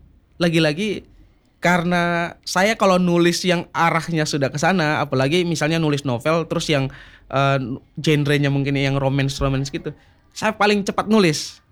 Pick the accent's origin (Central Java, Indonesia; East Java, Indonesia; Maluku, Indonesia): Maluku, Indonesia